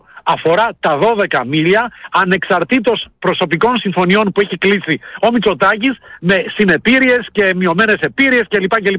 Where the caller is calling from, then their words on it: Macedonia, Greece; είμαστε Μακεδόνες, μας καίει